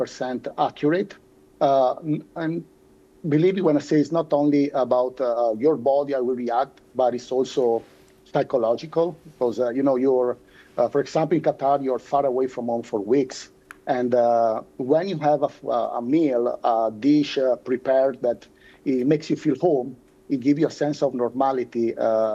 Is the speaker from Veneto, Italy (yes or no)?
yes; Venice, Veneto, Italy; I'm Italian. For me, I love risotto. I'm from Venice